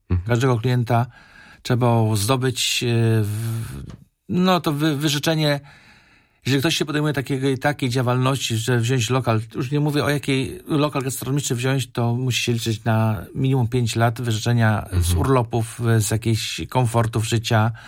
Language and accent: Polish; Szczecin, West Pomeranian Voivodeship, Poland; moved away as an adult; now in Berlin, Germany; przyjechałem do Berlina w 2000. Jestem już kupę lat w Berlinie i też na dzielnicy Schöneberg. No jak przyjechałem to z Polski, ze Szczecina, to całkiem inny świat.